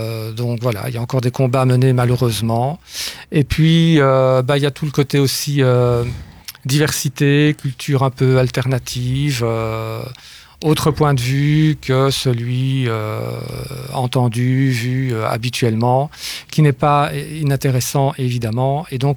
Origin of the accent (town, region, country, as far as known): Belgium